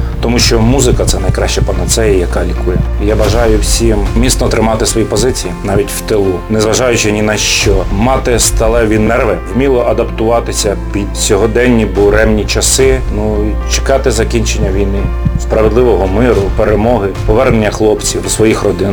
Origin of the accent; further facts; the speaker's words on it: Bila Tserkva, Kyiv Oblast, Ukraine; Я родом з Білої Церкви, там народився, там і жив до війни.